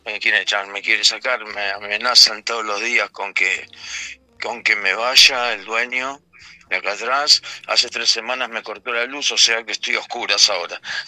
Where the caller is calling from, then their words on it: Avellaneda, Buenos Aires Province, Argentina; De Avellaneda.